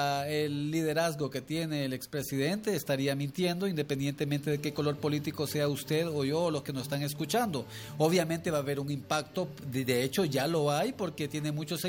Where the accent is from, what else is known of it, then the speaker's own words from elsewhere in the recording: Honduras; now in El Progreso, Honduras; nosotros como hondureños